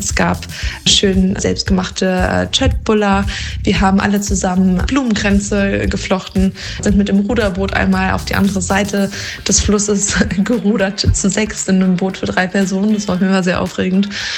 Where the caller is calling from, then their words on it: Hamburg, Germany; ich komme aus Hamburg.